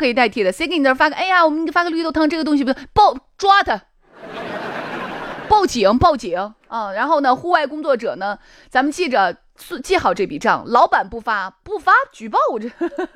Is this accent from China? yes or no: yes; Shaanxi, China; 这在我们陕西话里边不是什么好话